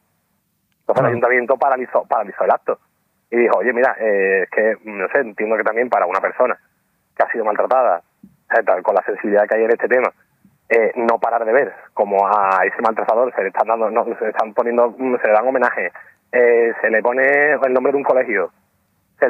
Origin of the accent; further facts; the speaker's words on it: Seville, Andalusia, Spain; yo soy un tío de Sevilla que le gusta el carnaval.